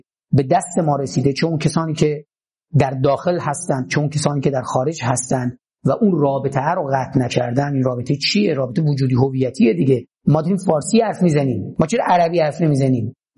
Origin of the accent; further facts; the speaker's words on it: Bandar-e Anzali, Gilan, Iran; ما تو شهر خودمون انزلی قبرستان لهستانیا داشتیم